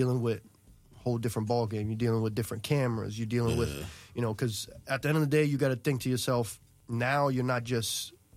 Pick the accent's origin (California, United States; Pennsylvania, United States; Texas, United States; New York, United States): New York, United States; we're from New York. We got a different slang, right?